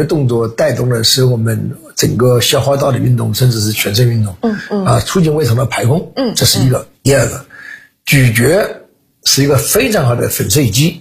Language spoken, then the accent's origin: Chinese; China; 这是我们中国人的常态，不知道在忙什么。